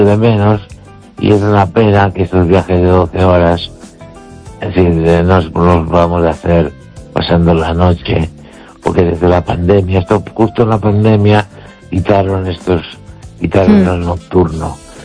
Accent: Galicia, Spain; Y mi pueblo está a unos 9 kilómetros 8 de Fe de Los Peares.

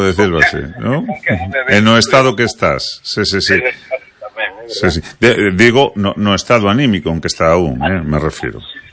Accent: Galicia, Spain; somos os galegos consumidores de whisky ou seguindo sendo máis de licores nosos tradicionais, non?

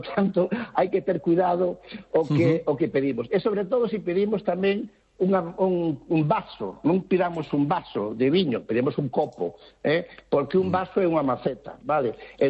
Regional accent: Galicia, Spain

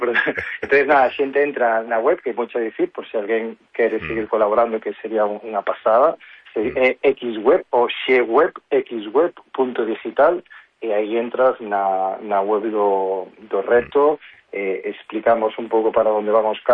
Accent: Corcubión, Galicia, Spain; Somos aquí, somos de Corcubión, pero claro, non coñecíamos nada o camiño.

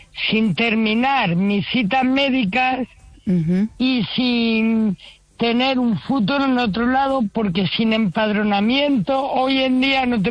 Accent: Community of Madrid, Spain; De hecho, yo soy madrileña, pero de sangre andaluza y tengo mucha labia.

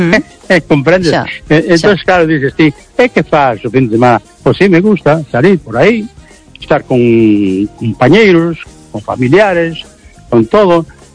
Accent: Cangas, Galicia, Spain

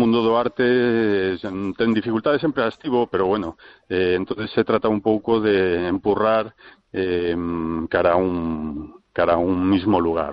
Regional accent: Vigo, Galicia, Spain

